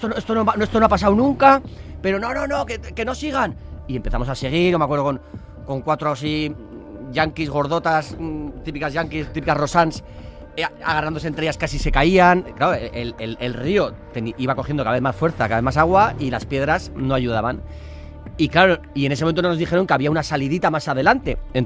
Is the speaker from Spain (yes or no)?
yes; San Sebastián, Basque Country, Spain; O sea, yo soy de Donosti, soy hombre de mar, o sea, yo he nadado toda mi vida.